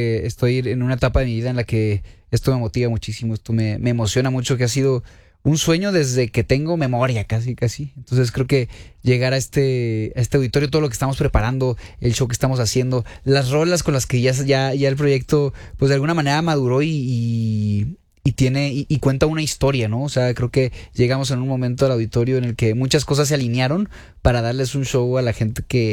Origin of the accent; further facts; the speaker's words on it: León, Guanajuato, Mexico; moved away; vine bien chiquito, con unos 8 o 9 años con mi familia aquí a Ciudad de México, porque yo soy de León